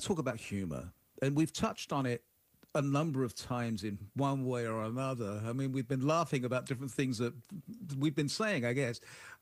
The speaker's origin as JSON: {"language": "English", "country": "United Kingdom", "said": "I mean, humor, from my opinion, I'm British, so what do I know?"}